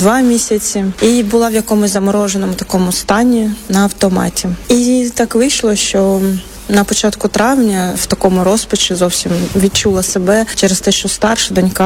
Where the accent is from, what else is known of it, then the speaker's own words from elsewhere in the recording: Dnipro, Dnipropetrovsk Oblast, Ukraine; moved away as an adult; now in Moldova; приїхала з України у 22-му році. Я сама з Дніпра, з центру України, але через війну вимушена була приїхати сюди.